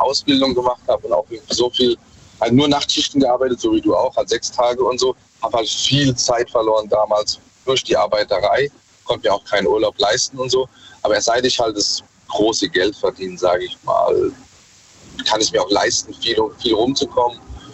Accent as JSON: {"language": "German", "town": "Mannheim", "region": "Baden-Württemberg", "country": "Germany", "said": "Aus Mannheim."}